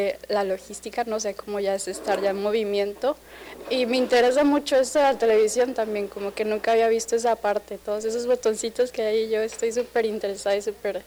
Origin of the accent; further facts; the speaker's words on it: Tabasco, Mexico; moved away as an adult; yo soy de aquí, yo soy tabasqueña